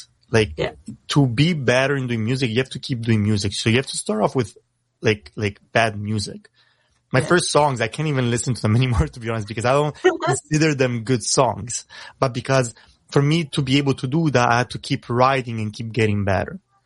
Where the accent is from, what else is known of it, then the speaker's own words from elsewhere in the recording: Italy; first language Italian; English is a second language; I'm trying now to get better to rap in English because it's obviously not my first language. You hear my accent a lot, but in Italian just becomes natural.